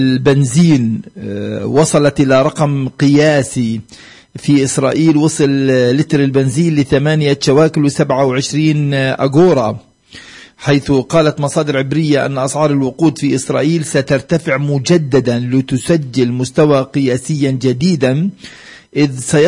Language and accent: Arabic; West Bank, Palestine; عندنا احنا في الضفة الغربية